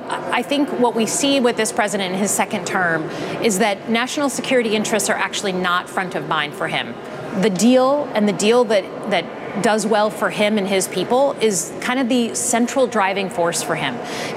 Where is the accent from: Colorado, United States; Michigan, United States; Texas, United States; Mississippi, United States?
Michigan, United States; I will tell you, again, just using my own state. I'm from Michigan, right?